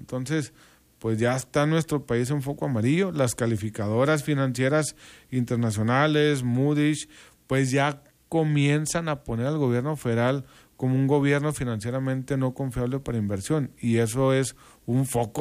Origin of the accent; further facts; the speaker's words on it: Mexico; A veces nosotros como mexicanos decíamos antes, ay, mira, pobrecito Venezuela, pobrecito Brasil, y demás países.